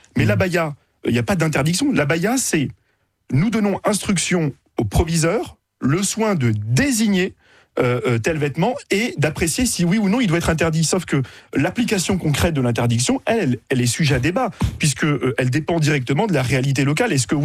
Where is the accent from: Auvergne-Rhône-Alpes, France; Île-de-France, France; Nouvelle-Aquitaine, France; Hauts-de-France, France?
Hauts-de-France, France; Roubaix; moved away as an adult; now in Paris region, France; j'ai quitté Roubaix. J'ai laissé mes proches et ma famille, j'ai laissé toute mon histoire à Roubaix et j'ai dû me reconstruire en région parisienne